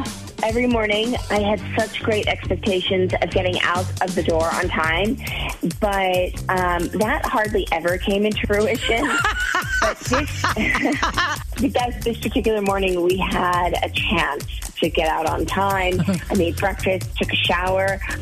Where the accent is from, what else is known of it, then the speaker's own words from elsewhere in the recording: Fitchburg, United States; I'm from Fitchburg.